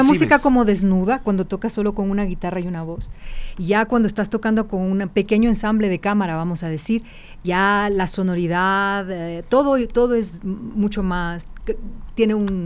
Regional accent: Ecuador; moved away as an adult; now in France; como ecuatoriano le afecta mucho la falta de luz.

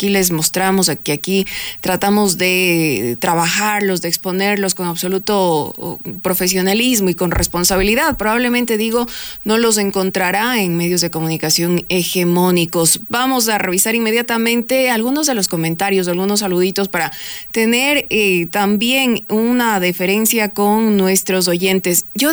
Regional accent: Ecuador; los distintos temas que nos aquejan como ecuatorianos.

